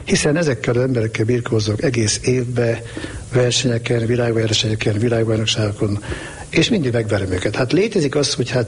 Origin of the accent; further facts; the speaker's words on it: Hungary; magyar ember vagyok.